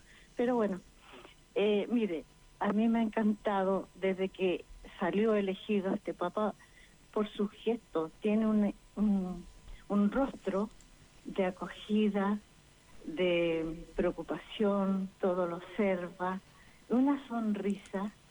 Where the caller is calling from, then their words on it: Santiago, Santiago Metropolitan Region, Chile